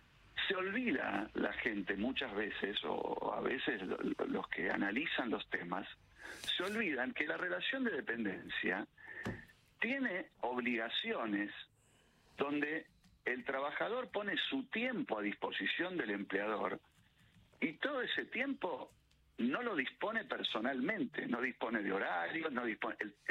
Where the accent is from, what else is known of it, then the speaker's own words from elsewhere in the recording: Argentina; tenemos que estar orgullosos de lo que tenemos como argentinos